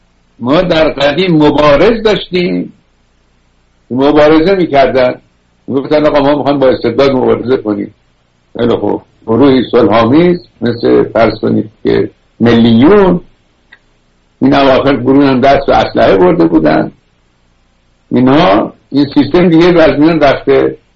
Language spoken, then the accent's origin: Persian; Iran; ما که ایرانی هستیم، تنان 2000 و فلان قد مدنیت داریم، پس چرا ما ذلیل شدیم، کشورمون از دست دادیم؟